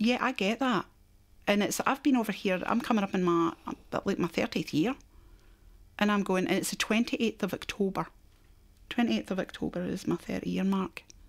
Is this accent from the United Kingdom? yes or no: yes; Scotland, United Kingdom; now in Australia; And that's what this has been to me as a Scottish family. I mean, we've all done those emergency trips home. But it's when you come back to Australia after all, you've seen your family